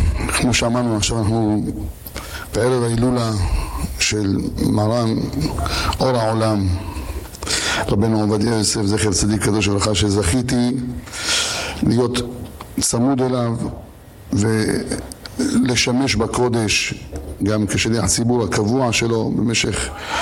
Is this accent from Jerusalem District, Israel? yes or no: yes; Jerusalem, Jerusalem District, Israel; אני גדלתי בשכונת בית ישראל בירושלים